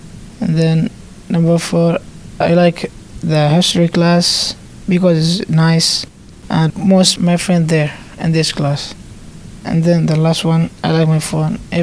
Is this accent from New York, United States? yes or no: no; Pittsburgh, Pennsylvania, United States; I'm 13. I'm from the Hill District, and I go to Shirley Classical Academy.